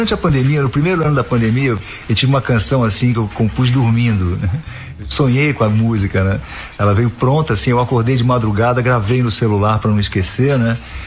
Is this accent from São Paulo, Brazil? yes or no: yes; São Paulo, Brazil; now in Rio de Janeiro, Brazil; aqui na nossa, na minha terra, né, São Paulo. Muito tempo que eu não venho aqui, mas sempre muito bom sair, tá em casa.